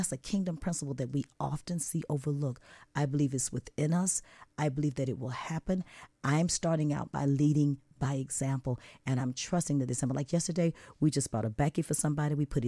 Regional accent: the South, United States; I was raised in the South in America, in the U.S.

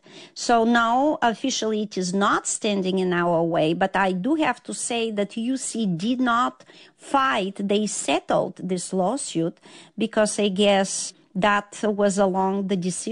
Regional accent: Bulgaria; specifically in my home country, Bulgaria.

